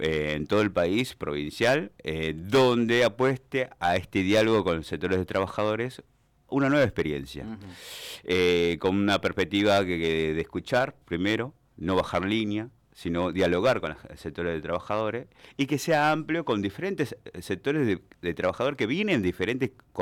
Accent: Santa Cruz, Argentina; nosotros en Santa Cruz somos la provincia patagónica

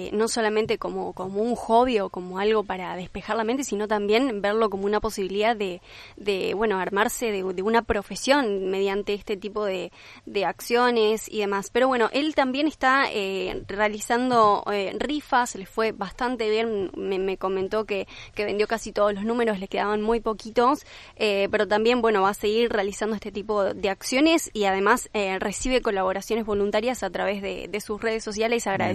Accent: Argentina

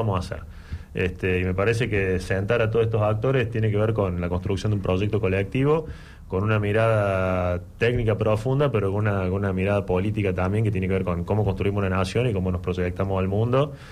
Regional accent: Argentina; quienes pisamos el suelo argentino

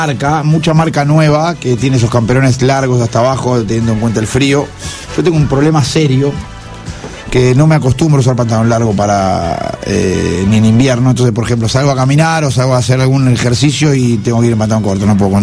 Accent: Argentina

